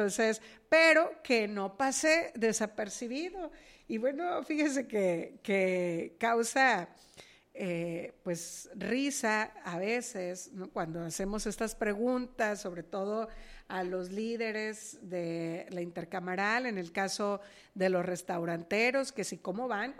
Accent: Sinaloa, Mexico; que es el territorio que nos interesa, como sinaloenses

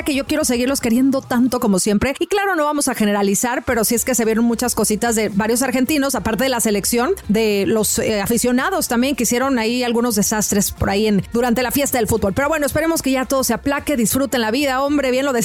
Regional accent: Mexico; Pregúntenme a mí, si soy mexicana, pues cómo no va a doler que pierda uno, ¿verdad?

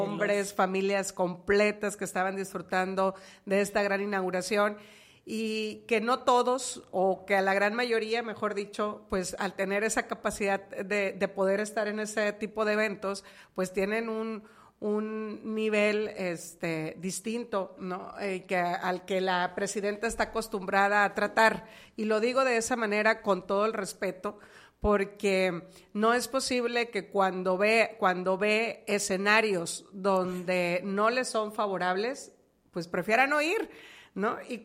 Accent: Mexico; festejar como mexicanos que nos sentimos orgullosos

